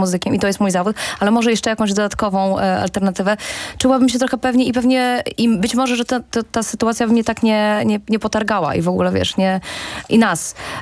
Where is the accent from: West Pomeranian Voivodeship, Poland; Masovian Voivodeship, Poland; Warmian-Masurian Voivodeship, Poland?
Warmian-Masurian Voivodeship, Poland; Ja mieszkałam, właśnie pochodzę z małego miasta, z Podolsztyna. Wiesz, najbliższa szkoła muzyczna była właśnie w Olsztynie